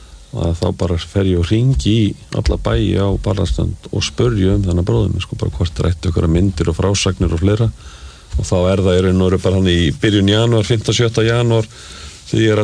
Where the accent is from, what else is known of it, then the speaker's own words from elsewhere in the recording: Reykjavík, Capital Region, Iceland; Ég alveg upp í Reykjavík